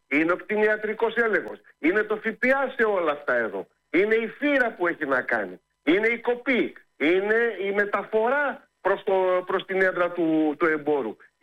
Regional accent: Epirus, Greece; born or raised there

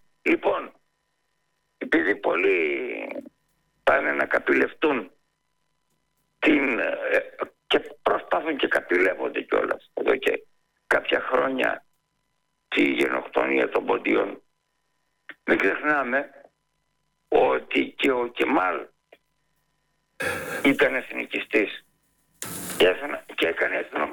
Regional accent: Greece; accent: Pontic; Εγώ στο σπίτι έμαθα να μιλάω ποντιακά.

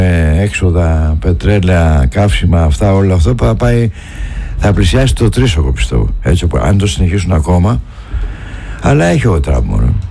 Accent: Greece; Κουνημένοι γενικώς είμαστε εμείς ως Έλληνες.

